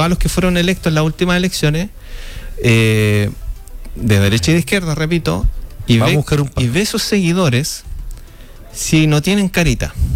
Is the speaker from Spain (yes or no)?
no; Chile; uno como chileno está con esa fibra patriótica